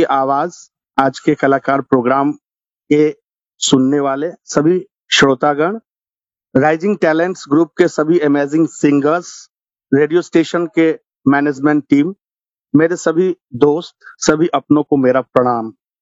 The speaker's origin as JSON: {"language": "Hindi", "town": "Patna", "region": "Bihar", "country": "India", "said": "पटना बिहार से हूँ।"}